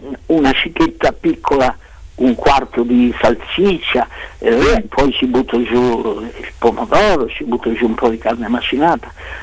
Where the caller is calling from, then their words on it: Recanati, Marche, Italy; io sono di Recanati